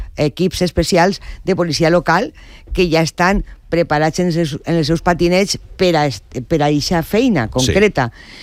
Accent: Valencia, Valencian Community, Spain; jo sóc de Benimaclet

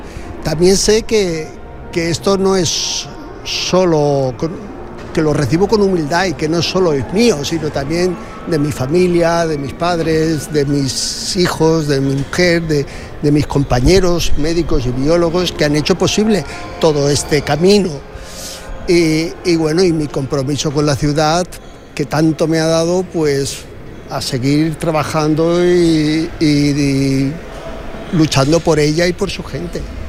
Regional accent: Valencia, Valencian Community, Spain; Es muy emotivo como valenciano. Pues he puesto en el libro que firmar en el libro es un profundo orgullo y una gratitud a Valencia, o sea, para mí, o sea, a la ciudad que me ha visto nacer

